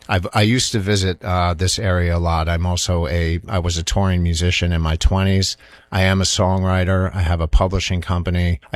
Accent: Pelham, New York, United States; also born or lived in Manhattan; I grew up in Westchester County. I was born in a town in Mendocino. Manhattan and grew up in Pelham, New York.

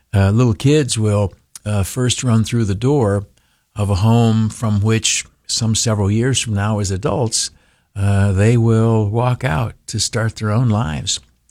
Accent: New York City, New York, United States; You're only questioning me because I am a Democrat from New York City.

